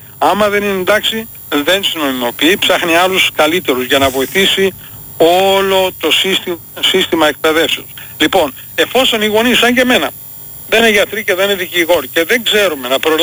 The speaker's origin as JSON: {"language": "Greek", "region": "Macedonia", "country": "Greece", "tie": "born or raised there", "moved": "as an adult", "lives_now": "New Jersey, United States", "said": "εγώ το μεγάλωσα στην Ελλάδα, ήρθε 25 χρονών εδώ"}